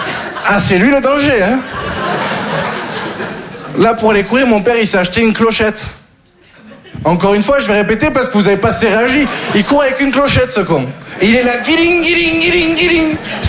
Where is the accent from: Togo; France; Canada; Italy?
France; Occitanie; Je viens du Sud, j'ai grandi dans le Gard. Le Gard, vous connaissez ?